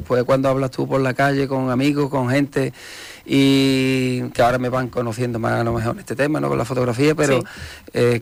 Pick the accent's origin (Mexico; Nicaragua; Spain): Spain; Morón; que es verdad que soy de Morón y lo alabo mucho